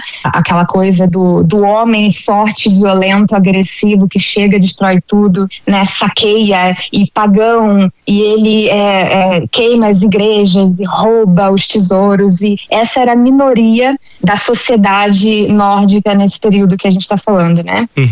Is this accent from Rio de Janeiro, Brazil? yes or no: yes; Rio de Janeiro, Brazil; now in Norway; meu sonho como carioca que vive na Noruega é ver final Noruega e Brasil